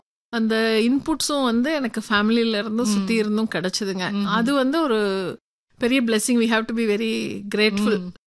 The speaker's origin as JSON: {"language": "Tamil", "town": "Coimbatore", "region": "Tamil Nadu", "country": "India", "tie": "born or raised there", "said": "கோயம்புத்தூர் தாங்க என்னோட பூர்வீகம் எல்லாமே. நான் பிறந்தது வளர்ந்தது படிச்சது எல்லாமே இங்கதான்."}